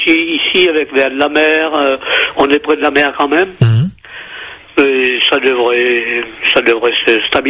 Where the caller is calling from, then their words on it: Anglet, Nouvelle-Aquitaine, France; De Anglette, dans les Pyrénées-Atlantiques.